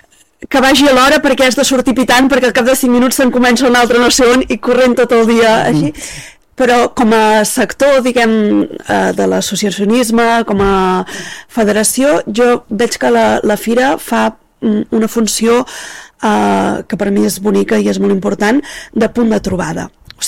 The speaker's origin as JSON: {"language": "Catalan", "town": "Arbúcies", "region": "Catalonia", "country": "Spain", "said": "Jo vinc d'Arbúcies."}